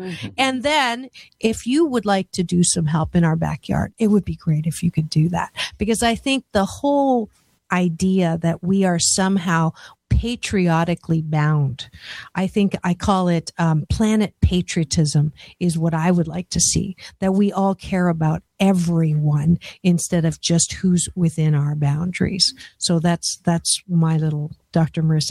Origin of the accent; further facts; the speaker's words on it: Canada; now in United States; my Canadian version